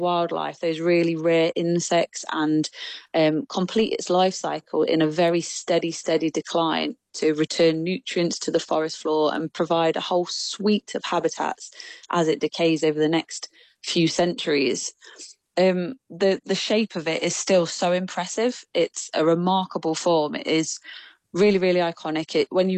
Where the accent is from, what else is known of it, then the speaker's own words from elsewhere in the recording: Nottingham, East Midlands, United Kingdom; I'm a local girl, so I'm from Nottingham, and I think it must have been when I was in infant school